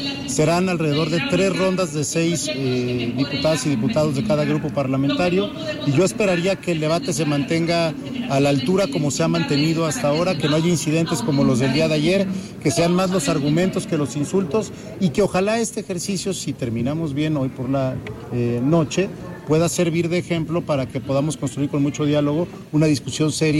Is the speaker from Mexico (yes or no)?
yes; Oaxaca, Mexico; Quienes vivimos y crecimos en Oaxaca, crecimos en un estado en el que la paz reinaba y por eso celebramos hoy este tipo de acciones.